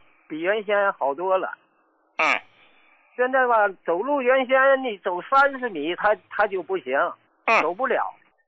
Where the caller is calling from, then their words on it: Qinhuangdao, Hebei, China; 我是秦皇岛市抚宁区榆关北总庄的。